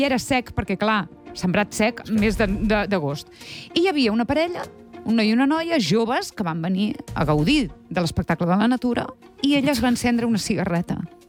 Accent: Premià de Mar, Catalonia, Spain; a Premià de Mar l'altre dia, que és el poble d'on jo soc

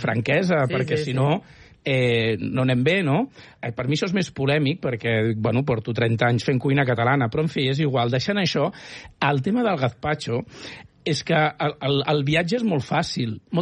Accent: Catalonia, Spain; born there; Jo sóc del Baix Llobregat.

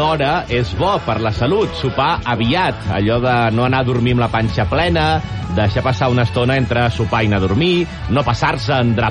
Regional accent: Catalonia, Spain; Bueno, jo vaig dir, soc català.

